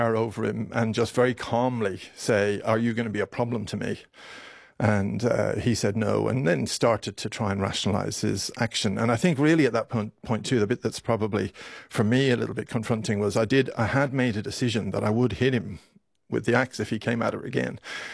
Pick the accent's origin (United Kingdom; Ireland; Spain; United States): Ireland; I mean, rather amusingly, I come from Ireland. I grew up in Ireland in the 70s in a country that was sort of in the midst of a civil war.